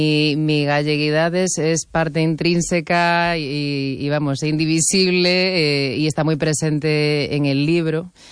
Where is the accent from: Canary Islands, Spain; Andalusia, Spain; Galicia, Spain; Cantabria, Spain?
Galicia, Spain; now in Madrid, Spain; A mí, cuando me pregunta de dónde soy, siempre digo que soy súper gallega, porque la verdad es que no sé si es por una especie de adicción a mi tierra, pero el acento nunca se termina de marchar